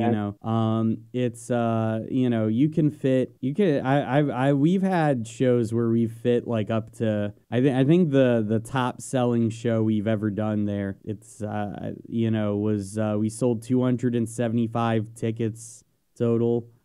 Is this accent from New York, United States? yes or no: yes; Massapequa, New York, United States; You're playing in my hometown. I'm from Massapequa.